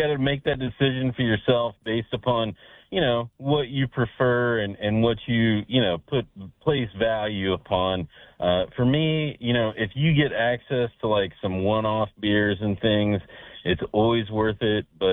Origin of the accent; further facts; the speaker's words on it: Parkersburg, West Virginia, United States; Parkersburg Brewing, you know, they're near and dear to my heart being in my hometown